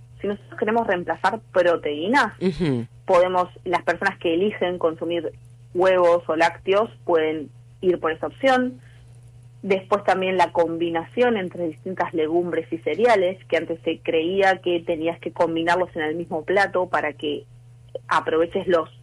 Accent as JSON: {"language": "Spanish", "country": "Argentina", "said": "Nosotros como argentinos, una reunión muchas veces implica alimentos de origen animal"}